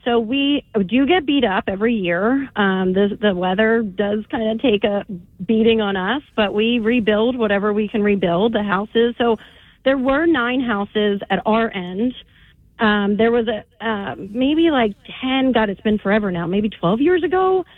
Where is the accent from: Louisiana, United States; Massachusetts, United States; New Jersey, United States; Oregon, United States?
New Jersey, United States; Ventnor; I grew up down in Ventnor